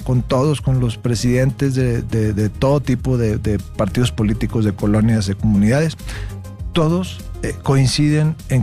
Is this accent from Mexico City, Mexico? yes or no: no; Nuevo León, Mexico; born there; hay mucha gente que nacimos en Nuevo León